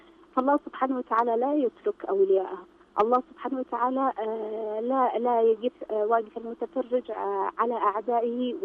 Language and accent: Arabic; Yemen; ونحن كشعب يمني مؤمن